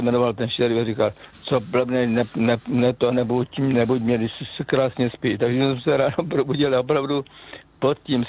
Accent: South Moravian Region, Czechia; protože jsme vlastně tam byli taková partia z celé republiky, tam byli kluci z A6 z Prahy a tak dále, a já jsem tam z Jižní Moravy, takže na víkendy jsme nepravidelně jezdili domů

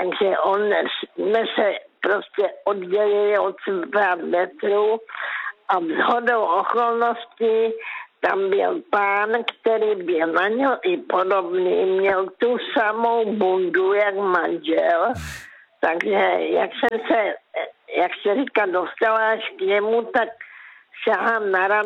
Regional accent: Karolinka, Zlín Region, Czechia; já pocházím z Karolinky a jela jsem do Velkých Karlovic.

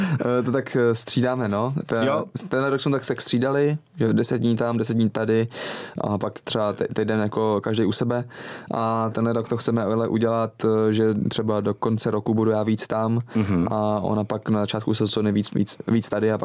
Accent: Central Bohemian Region, Czechia; My jsme z Posázaví, takže jako u řeky jsme bývali často.

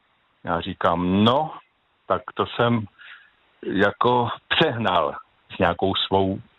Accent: Central Bohemian Region, Czechia; Dobrý večer … jsem ze Středočeského kraje.

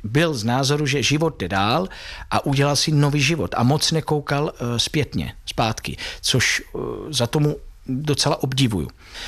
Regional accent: Pisa, Tuscany, Italy; Czech is a second language; moved away as an adult; now in Czech Republic; Já jsem se narodil v Píze 26. září 1983.

